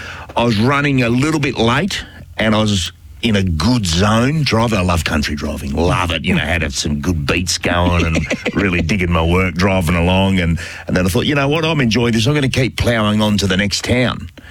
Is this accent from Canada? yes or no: no; Kojonup, Western Australia, Australia; people in Kojuna, my hometown, would say... We were inland.